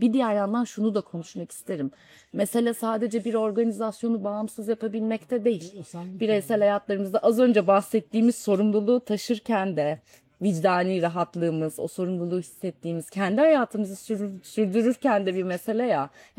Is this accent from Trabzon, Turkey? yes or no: yes; Trabzon, Turkey; ben Trabzonluyum, ailem fındık üreticisi.